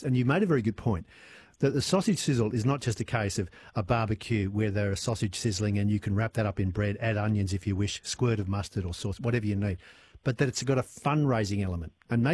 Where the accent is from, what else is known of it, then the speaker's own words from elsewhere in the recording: Sydney, New South Wales, Australia; I call it Indian in a blanket, which is probably inappropriate these days, but that's what it was growing up in sort of 60s Sydney.